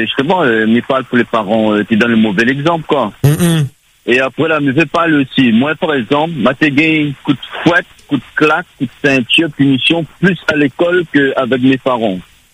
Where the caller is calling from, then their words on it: Réunion; Bonjour, je suis de La Réunion, je suis du monde entier.